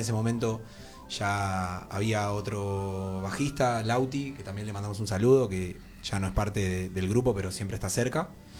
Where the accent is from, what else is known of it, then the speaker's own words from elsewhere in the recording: Ramos Mejía, Buenos Aires Province, Argentina; Somos de Ramos Mejía.